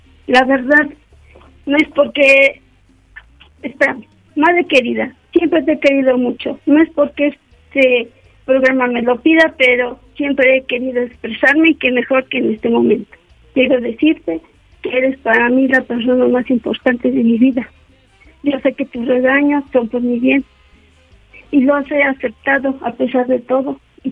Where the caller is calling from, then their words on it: Apizaco, Tlaxcala, Mexico; Aquí en Apizaco, en Loma Florida